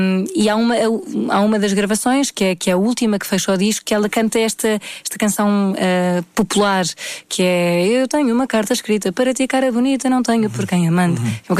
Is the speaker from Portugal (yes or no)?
yes; Portugal; É principalmente esta coisa da emoção e que nos define muito enquanto portugueses.